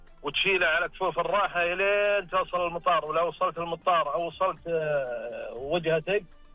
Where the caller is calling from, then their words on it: Tabuk, Tabuk Province, Saudi Arabia; أكلمك من تبوك